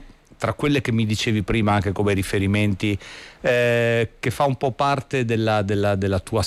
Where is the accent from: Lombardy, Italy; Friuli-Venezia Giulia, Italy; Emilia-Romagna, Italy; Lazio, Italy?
Lombardy, Italy; Milan; detto da un milanese